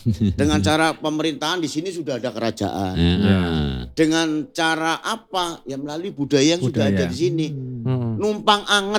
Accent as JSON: {"language": "Indonesian", "region": "Java", "country": "Indonesia", "said": "Agama kula Islam, tapi kula tiang Jawa. Budaya yang saya gemari, budaya yang saya senangi, budaya yang saya jalankan, ya lu budaya Jawa."}